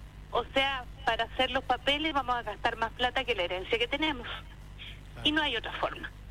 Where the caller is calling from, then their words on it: Talcahuano, Biobío, Chile; Medio Camino Talcahuano